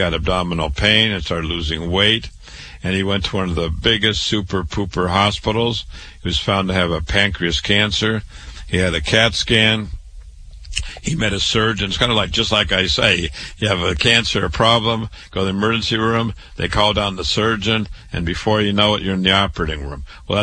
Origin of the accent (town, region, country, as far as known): Waterloo, Iowa, United States; born or raised there